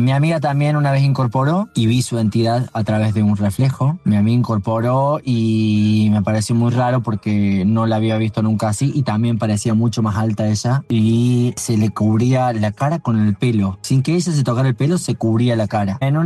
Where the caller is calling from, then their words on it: Villa María, Córdoba, Argentina; de Villa María.